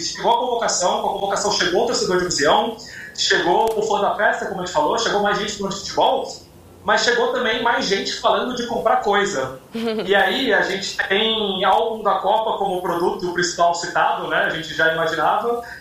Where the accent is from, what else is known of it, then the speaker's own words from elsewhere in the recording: Brazil; eu, como brasileiro fã de futebol